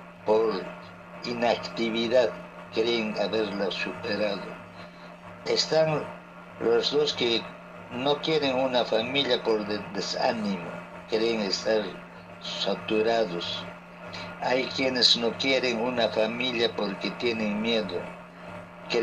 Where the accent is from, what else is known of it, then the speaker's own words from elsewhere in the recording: Acomayo, Cusco, Peru; la Municipalidad Provincial de Acomayo, mi tierra, está anunciando una feria agropecuaria comercial el día miércoles 26 de agosto.